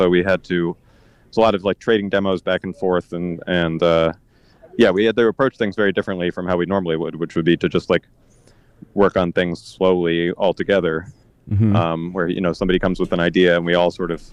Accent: Iowa, United States; also born or lived in Baltimore; now in Berlin, Germany; I grew up in Eastern Iowa, and Madison was the sort of local hub for anything sort of cool.

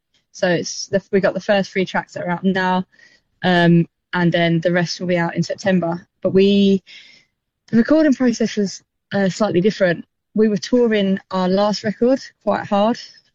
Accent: East of England, United Kingdom; Yeah, born and raised. So I lived in a little town about 30 minutes away from where I live now. But yeah, I've never really moved away.

